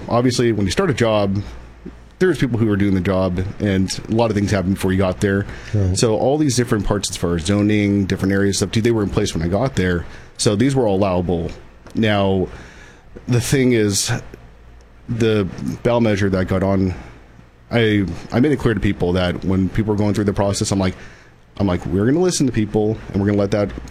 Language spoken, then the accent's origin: English; Grover Beach, California, United States; like I said, being born and raised in Grover Beach